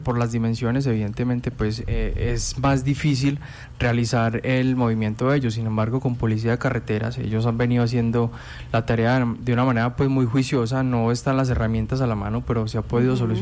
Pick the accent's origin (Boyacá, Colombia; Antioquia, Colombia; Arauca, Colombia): Antioquia, Colombia; Guarne; los que somos de Guarne